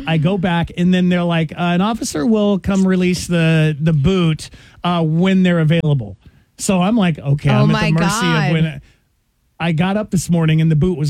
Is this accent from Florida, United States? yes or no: no; Denver, Colorado, United States; now in Dover, New Hampshire, United States; I grew up in Denver, right?